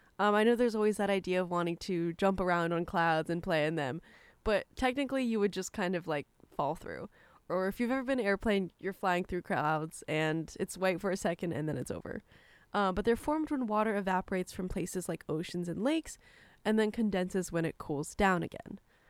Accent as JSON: {"language": "English", "region": "Colorado", "country": "United States", "moved": "yes", "said": "I'm from Colorado."}